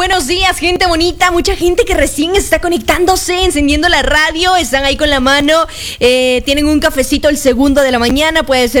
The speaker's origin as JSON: {"language": "Spanish", "country": "Guatemala", "said": "como le llamamos acá en Guatemala."}